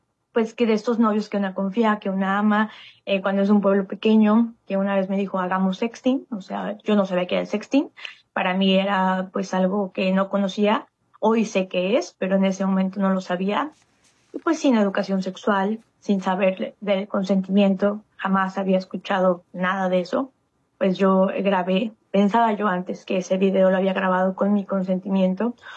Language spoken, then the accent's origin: Spanish; Huauchinango, Puebla, Mexico; yo soy originaria de la Sierra Norte de Puebla, de Huauchinango, Puebla. Ahí nací, ahí crecí, ahí vive mi familia.